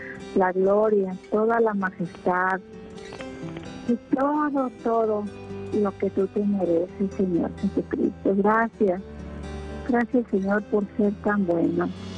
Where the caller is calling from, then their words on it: Zapopan, Jalisco, Mexico; Buenas tardes, de aquí de San Isidro, Zapopan.